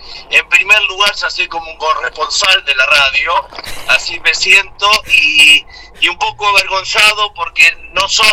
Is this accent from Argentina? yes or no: yes; Argentina; moved away as an adult; also born or lived in Mendoza, Argentina; now in Israel; nunca dejo de ser argentino, ni nunca dejo de emocionarme ni de extrañar la patria, la chica, la más chica, la familia, el idioma. Uno nunca deja eso, lo llevas toda la vida con vos, y yo voy a morir siendo argentino.